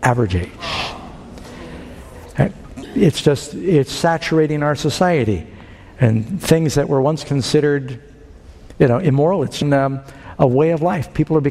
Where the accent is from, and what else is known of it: New York City, New York, United States; born or raised there